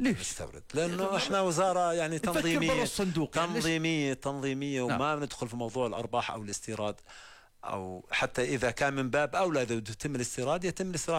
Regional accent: Jordan; وإحنا عندنا بالأردن مش متعودين نتقبل ارتفاع أسعار اللحوم

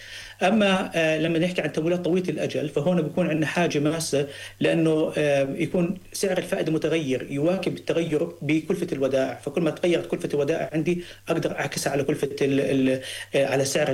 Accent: Jordan; احنا عندنا في الاردن

